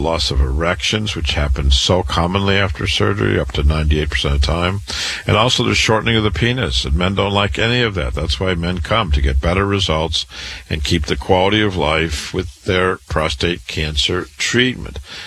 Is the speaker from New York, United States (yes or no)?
no; Waterloo, Iowa, United States; cancer doctor, born and raised in Waterloo, Iowa, went to public school, university, MD at 25